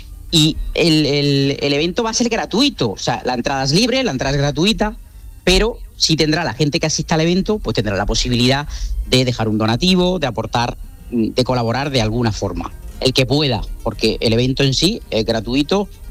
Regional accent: Region of Murcia, Spain; born there; now in Granada, Spain; Yo soy murciano de nacimiento y vivo en Andalucía desde hace muchísimos años, en Granada.

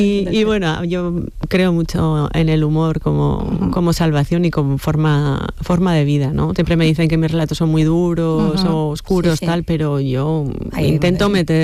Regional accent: Errenteria, Basque Country, Spain; Yo soy de Rentería y allí hicieron grandísimas cosas, ¿no?

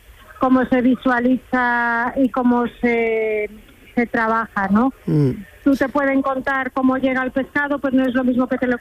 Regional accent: Marín, Galicia, Spain; yo soy de Marín, de Galicia

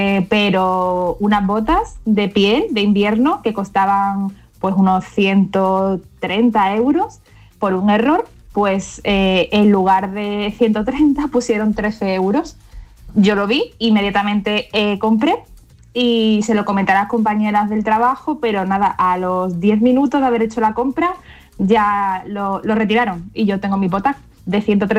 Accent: Seville, Andalusia, Spain; Hola, buenos días … de Sevilla.

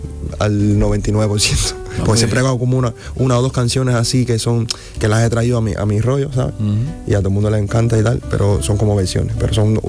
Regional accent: Havana, Cuba; moved away; Yo soy de La Habana del Este, la parte de las playas.

